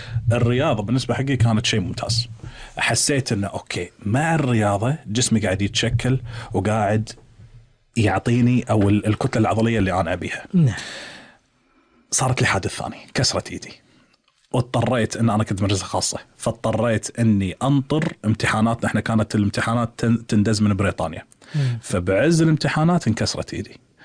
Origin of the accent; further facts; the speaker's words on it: Kuwait; في عندنا بالكويت